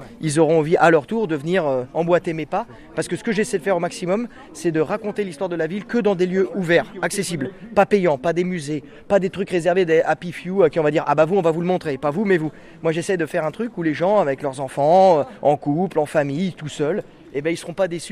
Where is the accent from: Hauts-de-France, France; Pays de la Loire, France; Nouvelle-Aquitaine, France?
Pays de la Loire, France; Sablé-sur-Sarthe; Mais moi, je me sens pas normand. À Alençon, j'y suis resté 6 mois. Moi, j'ai grandi à Sablé-sur-Sarthe.